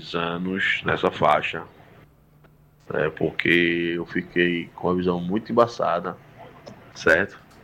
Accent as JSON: {"language": "Portuguese", "town": "Santa Cruz do Capibaribe", "region": "Pernambuco", "country": "Brazil", "said": "Né? Eu sou aqui de Santa Cruz do Caparibe."}